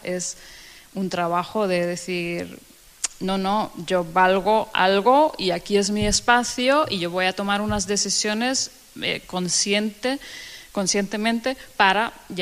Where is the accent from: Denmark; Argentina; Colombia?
Denmark; Spanish is a second language; moved away as an adult; now in Barcelona, Spain; lo he mantenido en 20 años, todo el tiempo que he estado aquí viviendo en Barcelona, porque yo soy de Dinamarca